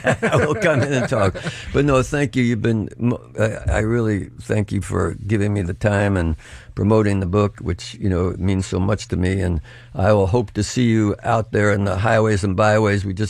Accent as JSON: {"language": "English", "town": "Bronx", "region": "New York", "country": "United States", "tie": "born or raised there", "said": "When I was a young kid growing up in the Bronx, my mother would stay up all night reading in this little apartment"}